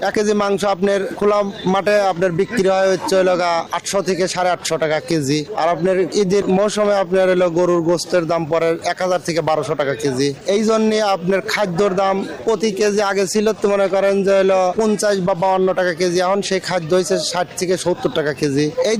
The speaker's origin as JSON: {"language": "Bangla", "area": "Pabna", "region": "Rajshahi Division", "country": "Bangladesh", "tie": "born or raised there", "said": "এটা পাবনা আতাইকুল্লা থানা কৃষ্ণপুর বাড়ি।"}